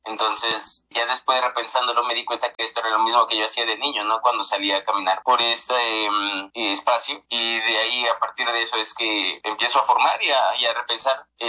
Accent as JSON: {"language": "Spanish", "town": "Tláhuac", "region": "Mexico City", "country": "Mexico", "tie": "born or raised there", "lives_now": "Taxco, Mexico", "said": "Yo nací y crecí allá en Tláhuac, y ya después de ahí me vine aquí a estudiar a la Facultad de Artes, pero no en Xochimilco, me vine a Taxco"}